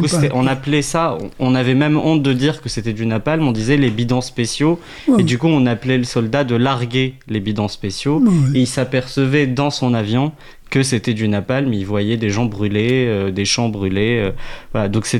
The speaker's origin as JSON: {"language": "French", "country": "Tunisia", "tie": "born or raised there", "said": "moi j'ai grandi en Tunisie, donc moi l'histoire coloniale française je l'ai appris"}